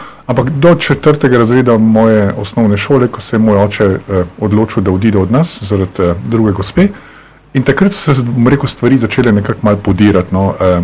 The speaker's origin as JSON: {"language": "Slovenian", "town": "Škofja Loka", "region": "Upper Carniola", "country": "Slovenia", "said": "Izhajam iz Škofje Loke, iz ene, jaz vedno pravim, povprečne slovenske družine, imam brata, ki je 5 let starejši od mene."}